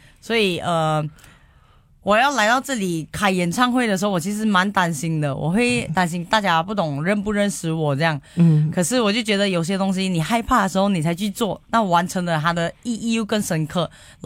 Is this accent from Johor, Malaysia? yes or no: yes; Johor, Malaysia; 因为我不是在吉隆坡长大的。吉隆坡的人可能有看过 TVB 什么。可是我从小在Johor一个小小的小乡村长大的。所以我对于广东话啊还有香港这个地方是不太熟悉的。